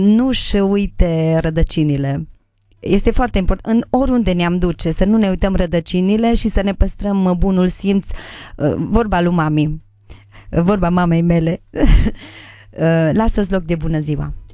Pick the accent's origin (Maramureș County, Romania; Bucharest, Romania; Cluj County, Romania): Maramureș County, Romania; Baia Sprie; Eu crescând în Baia Sprie